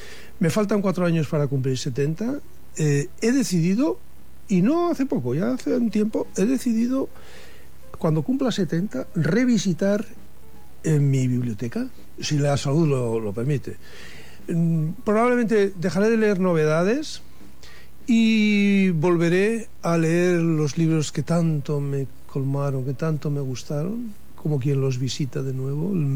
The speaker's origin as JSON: {"language": "Spanish", "region": "Basque Country", "country": "Spain", "tie": "born there", "said": "me gustaría seguir contando historias de gente de mi tierra natal"}